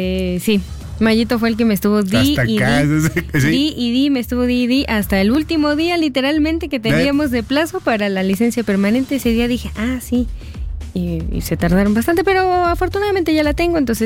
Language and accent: Spanish; Mexico; Es que como buena mexicana hice todo a las meras 9.99